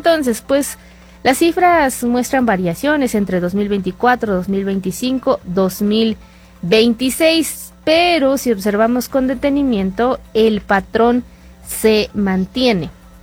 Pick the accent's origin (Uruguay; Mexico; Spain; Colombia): Mexico; como mexicanos, a todo le buscamos y a todo le encontramos.